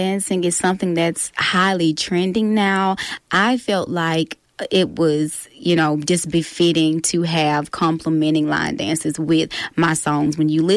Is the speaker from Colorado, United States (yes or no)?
no; Arkansas, United States; it talks about, you know, an Arkansas woman in particular, because I am from Arkansas, but it really speaks volumes of the what a woman from the South usually, you know, entails.